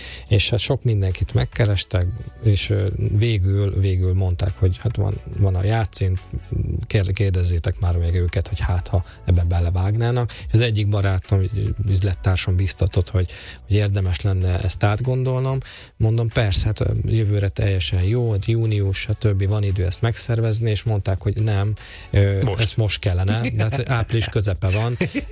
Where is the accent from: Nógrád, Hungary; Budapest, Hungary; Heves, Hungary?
Nógrád, Hungary; Salgótarján; voltak tehetséges zenekarok a Salgótarjánban, én onnan származom